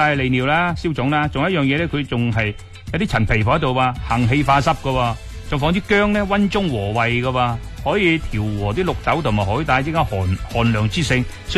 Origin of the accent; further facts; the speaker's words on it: Guangdong, China; 咁我哋广东人咧，亦都有解暑汤嘅